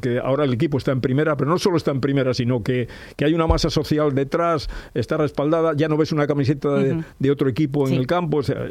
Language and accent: Spanish; Santander, Cantabria, Spain; Marzo del 53 en General Dávila, cerca del campo del regimiento, que entonces era el regimiento ABQ, y cerca también del Hospital Santa Clotilde.